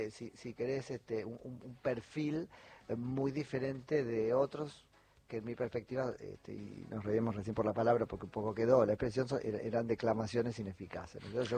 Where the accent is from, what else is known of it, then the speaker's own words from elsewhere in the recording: Argentina; está bueno que como argentinos sepamos que cada cual con su caja de herramientas